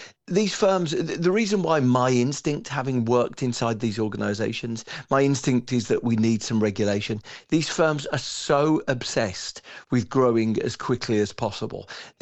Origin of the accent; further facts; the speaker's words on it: United Kingdom; as a British person in an American company